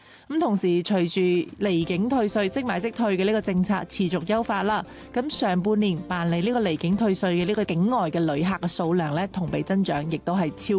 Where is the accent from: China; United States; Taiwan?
China; 我们中国人的开放友好